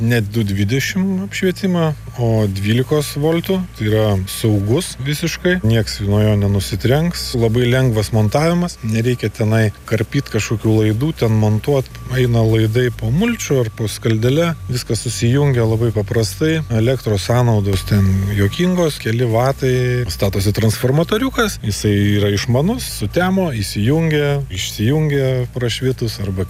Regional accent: Kaunas County, Lithuania; Augau gamtoj, ten Kauno rajone, prie pat marių, tai ten visą laik būdavau gamtoj.

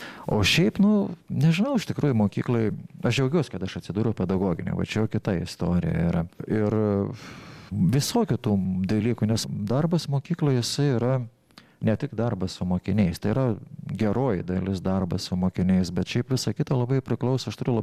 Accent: Samogitia, Lithuania; Ir kartu supranti, kad tam yra daug kažkokių marginalų, bet juk tarsi garsėja. Tai kiekis ir kartu tu negali atsiriboti visai nuo to, nes nu, tu žemaitis esi vis tiek.

